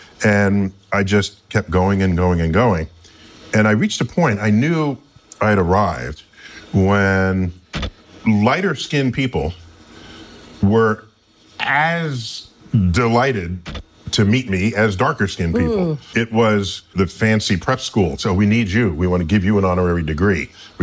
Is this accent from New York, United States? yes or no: yes; New York City, New York, United States; And I grew up in the Bronx, so my first visit to the Hayden Planetarium, right here in Manhattan, when they dimmed the lights and the stars came out, I was like, wow.